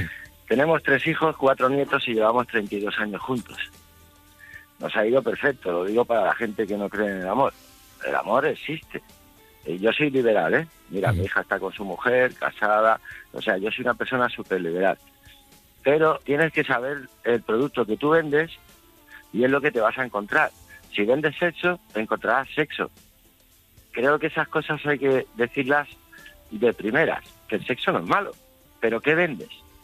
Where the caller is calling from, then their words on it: Ibiza, Balearic Islands, Spain; Mira, yo soy de Ibiza.